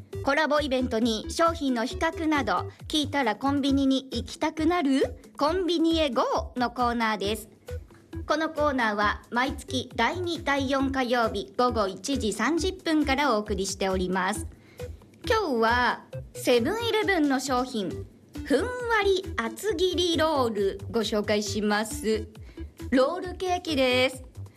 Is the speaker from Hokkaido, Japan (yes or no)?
yes; Hokkaido, Japan; 私たち北海道民